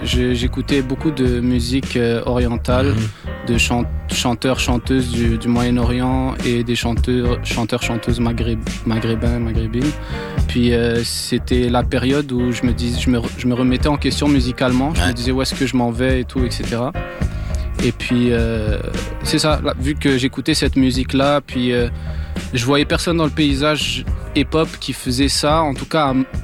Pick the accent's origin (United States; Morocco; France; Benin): Morocco; now in Canada; moi, je suis marocain